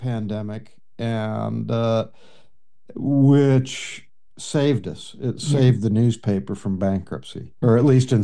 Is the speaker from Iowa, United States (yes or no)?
yes; Storm Lake, Iowa, United States; born there; And I was born in Storm Lake. My brother John was 5 years old or whatever when we moved here, 7 years old when we moved here.